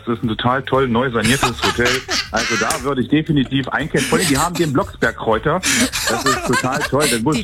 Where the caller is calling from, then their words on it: Wernigerode, Saxony-Anhalt, Germany; Ich komme aus Sildstedt. Das ist der schönste Ortsteil im gesamten Landkreis Harz.